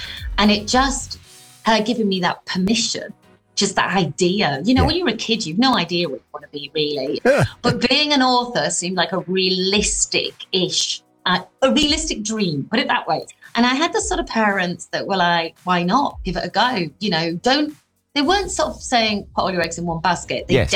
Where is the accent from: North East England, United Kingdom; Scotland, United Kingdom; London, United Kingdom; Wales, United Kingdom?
North East England, United Kingdom; Teesside; So, you know, I am a Teessider.